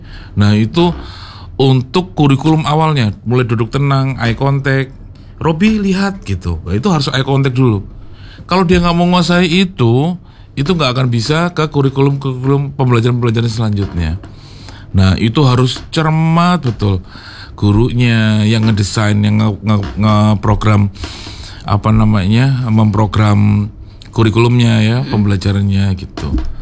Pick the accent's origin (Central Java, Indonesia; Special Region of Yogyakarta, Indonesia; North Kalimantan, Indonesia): North Kalimantan, Indonesia; saya dari Kalimantan Utara Mbak, jadi dari pinggiran, dari perbatasan di Indonesia yang berbatasan d